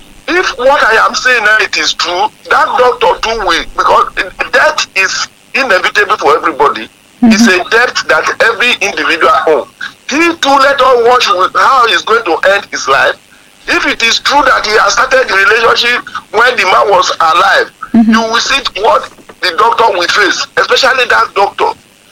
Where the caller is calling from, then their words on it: Olodo, Oyo, Nigeria; I'm calling from Olodo.